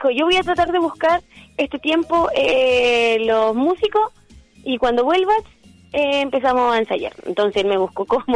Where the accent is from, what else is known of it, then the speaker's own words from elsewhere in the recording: Achao, Los Lagos, Chile; siempre soy de Achao, siempre fui, siempre seré, yo creo, o no sé.